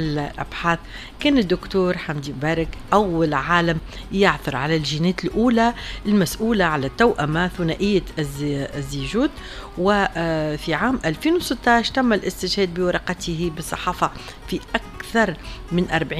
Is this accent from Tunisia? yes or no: yes; Tunisia; قديش مفتخرة أنا كتونسية بالأسماء التونسية اللي ديما اتنورنا.